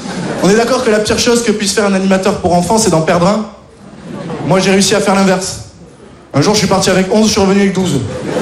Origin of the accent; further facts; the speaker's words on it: Southern France, France; now in Paris, France; moi aussi, je suis un beauf, je viens du Sud.